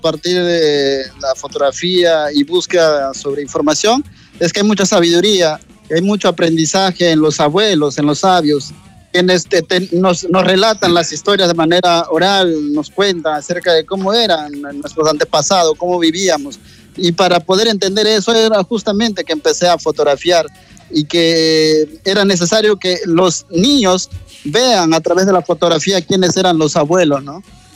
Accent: Peru; empecé a darme cuenta que mi cultura es muy importante, que nuestra identidad es esa. Soy un shipibo con Ivo

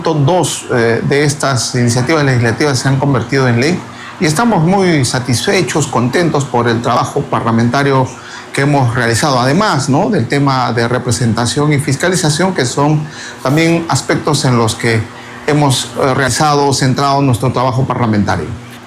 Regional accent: Ilave, Puno, Peru; como por ejemplo en mi tierra, en Ilave, la Universidad Intercultural Aymara Ilave

